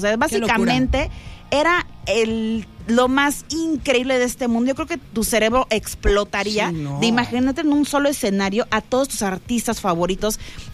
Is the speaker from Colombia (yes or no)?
no; Puebla, Mexico; No, yo también soy poblana, sí, entonces.